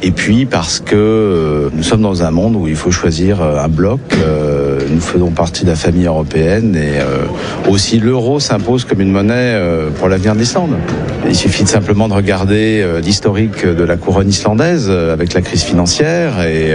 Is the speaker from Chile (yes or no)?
no; France; Alors j'ai voté oui, donc je suis français, mais j'ai aussi la nationalité islandaise.